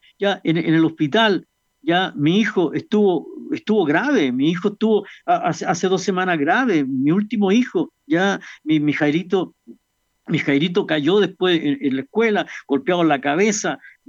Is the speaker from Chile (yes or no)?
yes; Chile; como los chilenos somos chilenos